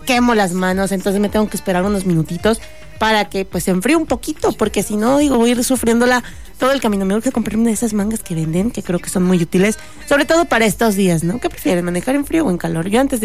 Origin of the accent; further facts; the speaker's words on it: Saltillo, Coahuila, Mexico; vengo de Saltillo